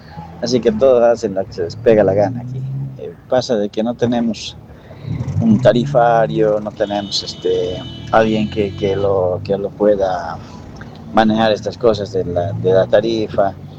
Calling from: Tarija, Bolivia

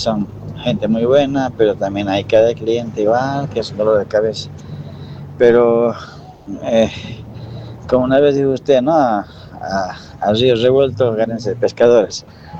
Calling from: Tarija, Bolivia

